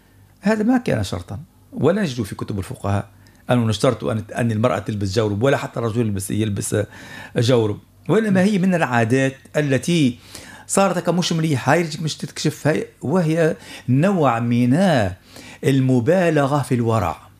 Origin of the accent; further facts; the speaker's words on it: Tunisia; أنا كتونسي